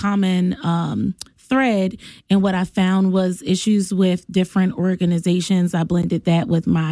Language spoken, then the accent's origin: English; Plainfield, New Jersey, United States; I'm from Plainfield, New Jersey. I was born and raised there.